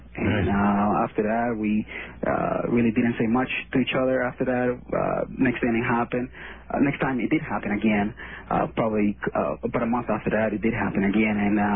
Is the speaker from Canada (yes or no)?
no; Venezuela; now in United States; Venezuela.